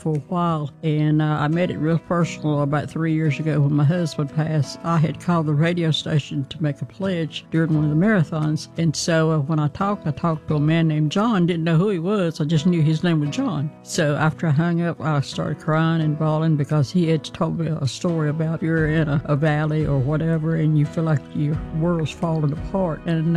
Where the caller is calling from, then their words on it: Randolph, North Carolina, United States; I'm from Randolph, North Carolina